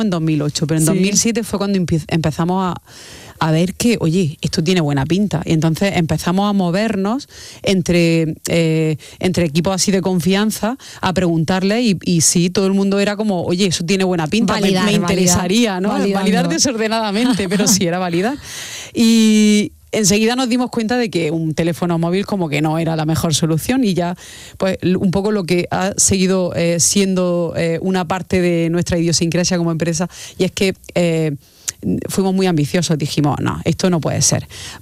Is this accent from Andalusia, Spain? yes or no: yes; Almería, Andalusia, Spain; había un equipo en Roqueta, que nosotros somos de Almería, o nos fuimos a Roqueta a hacer una prueba con un equipo de tercera división